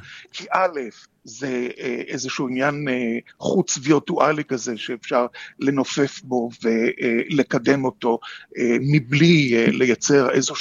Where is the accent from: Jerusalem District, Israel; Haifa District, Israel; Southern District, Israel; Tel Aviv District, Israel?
Haifa District, Israel; Haifa; אני מגיע לעתים קרובות, אני חיפאי בחצי.